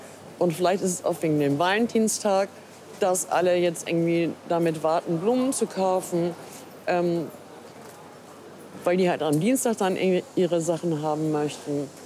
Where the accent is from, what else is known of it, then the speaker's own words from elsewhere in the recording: Hamburg, Germany; Ich komme selber aus Vierland und das ist selbstverständlich, dass ich hier bin.